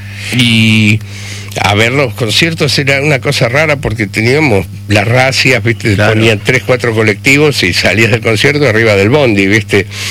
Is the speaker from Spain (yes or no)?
no; San Isidro, Buenos Aires Province, Argentina; los dos somos de San Isidro